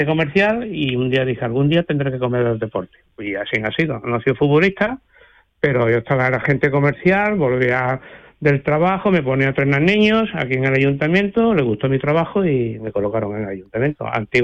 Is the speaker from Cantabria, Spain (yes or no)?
no; Prado del Rey, Andalusia, Spain; soy de Prado del Rey.